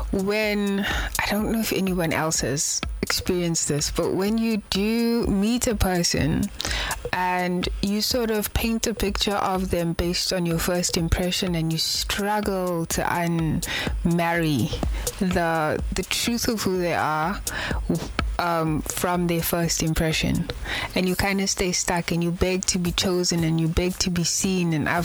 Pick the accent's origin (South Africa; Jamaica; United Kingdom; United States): South Africa; as a woman of color, as a South African woman